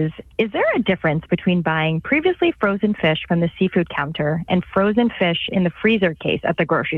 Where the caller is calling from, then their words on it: Philadelphia, Pennsylvania, United States; I'm calling from Philadelphia.